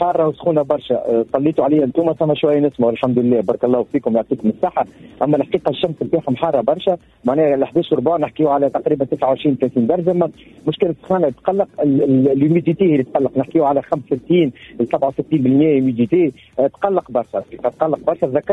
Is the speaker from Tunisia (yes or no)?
yes; Tunisia; انا ديما تونسي نبقى ديما تونسي